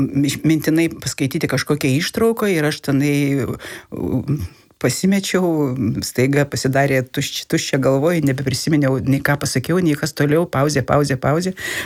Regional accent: Skaudvilė, Tauragė County, Lithuania; moved away; aš iš Skaudvilės.

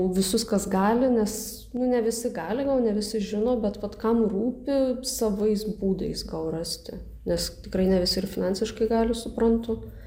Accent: Kaunas, Kaunas County, Lithuania; aš šiaip Kaune užaugau, visą gyvenimą pragyvenau.

